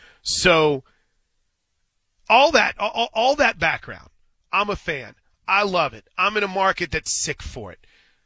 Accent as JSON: {"language": "English", "region": "Missouri", "country": "United States", "tie": "born or raised there", "said": "I grew up just outside of St. Louis. And St. Louis wasn't really an NBA mecca, right?"}